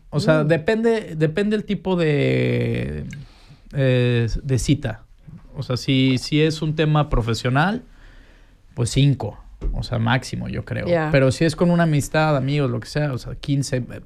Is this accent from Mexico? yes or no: yes; Mexico; moved away; Como mexicano estoy muy acostumbrado al, ahí nos vemos y llegas.